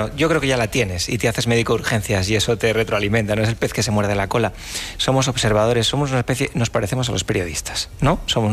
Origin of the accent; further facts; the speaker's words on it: La Rioja, Spain; moved away; antes de San Sebastián yo no soy de allí, soy riojano, y antes de eso trabajé durante muchos años en Zaragoza.